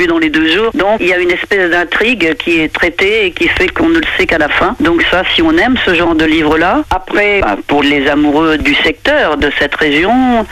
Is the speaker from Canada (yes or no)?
no; Normandy, France; je suis de Suisse normande donc très attachée.